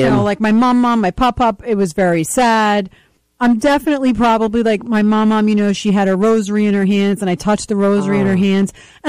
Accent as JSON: {"language": "English", "country": "Ireland", "said": "We don't have feelings. We're Irish."}